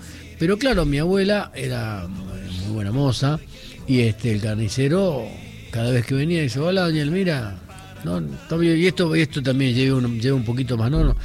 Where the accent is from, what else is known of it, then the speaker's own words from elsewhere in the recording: Argentina; Somos los argentinos desconfiados.